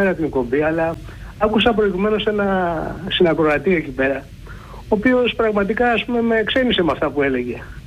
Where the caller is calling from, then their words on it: Aigaleo, Attica, Greece; από το Εγάλαιο είμαι.